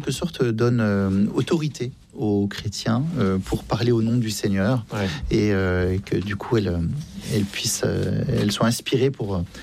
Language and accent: French; France